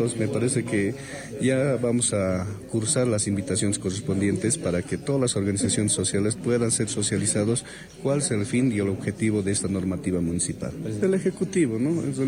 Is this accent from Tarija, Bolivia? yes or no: no; Oruro, Bolivia; Si somos orureños